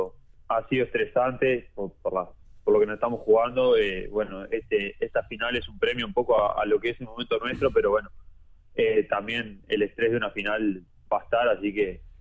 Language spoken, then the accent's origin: Spanish; Mendoza Chico, Florida, Uruguay; moved away; also born or lived in Montevideo; Y yo nací, Mendoza Chico